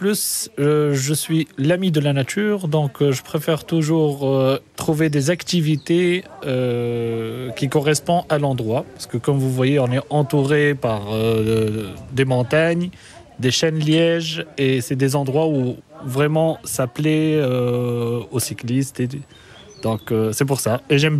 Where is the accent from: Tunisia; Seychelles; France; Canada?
Tunisia; moved away as an adult; also born or lived in Antwerp, Belgium; j'ai grandi en Tunisie